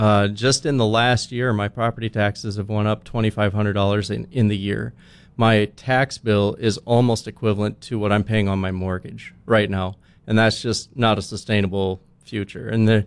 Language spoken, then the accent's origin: English; Missouri, United States; moved away as an adult; now in Minnesota, United States; I actually grew up in Missouri. My folks moved there when I was three. I grew up on the grounds of a Bible camp that two of my uncles started